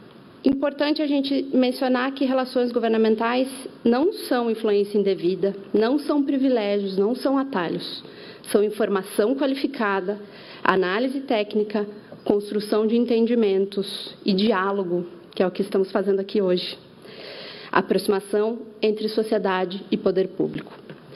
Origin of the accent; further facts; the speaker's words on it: Curitiba, Paraná, Brazil; now in São Paulo, Brazil; eu sou de Curitiba, mas o Estado de São Paulo foi o Estado que me acolheu.